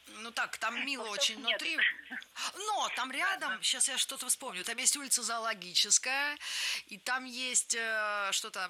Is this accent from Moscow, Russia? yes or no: yes; Moscow, Russia; я вот родилась в Москве, моя родина Москва